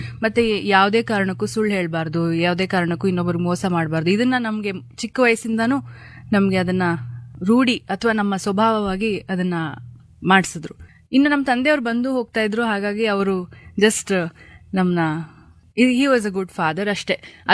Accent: Mysore, Karnataka, India; ನಾವು ಮೈಸೂರಲ್ಲೇ ಓದಿದ್ದು ಬೆಳೆದಿದ್ದೆಲ್ಲ. ನಿರ್ಮಲಾ ಕಾನ್ವೆಂಟಲ್ಲಿ ನಾನು ನನ್ನ ಹೈಸ್ಕೂಲು ಮತ್ತೆ ಪ್ರೈಮರಿ ಎಲ್ಲ ಮುಗಿಸಿದೆ.

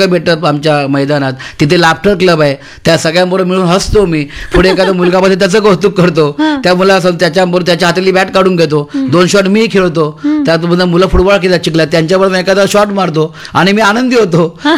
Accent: Maharashtra, India; moved away as an adult; माझी आपण प्रत्येकाची नाळ आपली गावी कोकणात तर असतेच

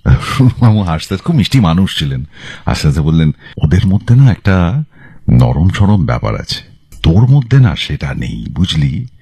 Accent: Kolkata, West Bengal, India; also born or lived in Allahabad / Vadodara; আমার জন্ম হয়েছে এলাহাবাদে, জন্মানোর কিছু তিন মাস পরে আমি কলকাতায় চলে আসি, বাবার ট্রান্সফার হয়েছে নর্থ বেঙ্গলে, তারপরে বেশ কিছুটা সময় আমার এখানে কাটে।

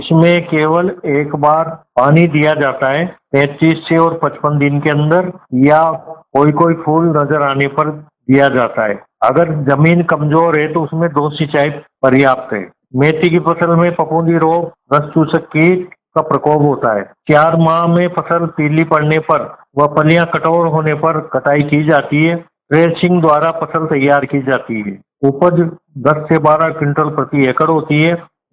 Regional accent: Baran district, Rajasthan, India; गांव गुलखेड़ी, तहसील छिपावड़ो, जिला बारा का रहने वाला हूँ।

